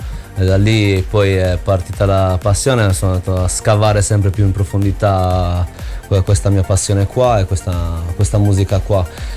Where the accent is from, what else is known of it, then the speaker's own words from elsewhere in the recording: Cagliari, Sardinia, Italy; Io da Cagliari.